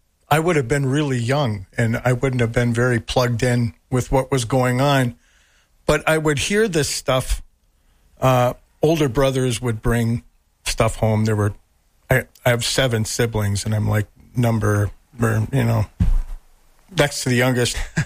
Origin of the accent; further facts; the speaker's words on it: Eveleth, Minnesota, United States; also born or lived in Twin Cities, Minnesota; now in Hill City, United States; Up here, you know, living outside of Eveleth, kind of out in the woods there, you know, we were out by Half Moon Lake.